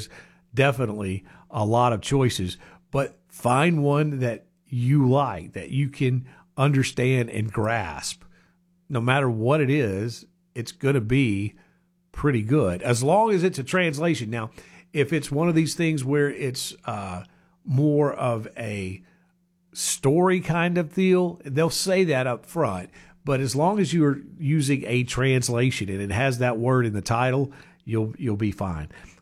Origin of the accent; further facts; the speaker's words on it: Louisiana, United States; moved away; I grew up and was born and raised in Louisiana